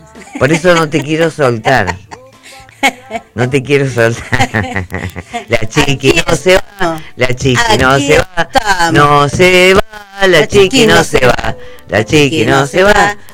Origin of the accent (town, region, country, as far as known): Argentina